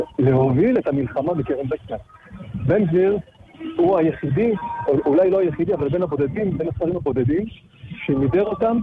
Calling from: Petah Tikva, Central District, Israel; פתח תקווה.

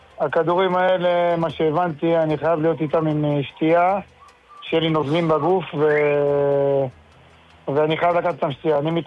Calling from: Krayot, Haifa District, Israel; אני מהקריות, רציתי לשאול את הרב שאלה מאוד חשובה.

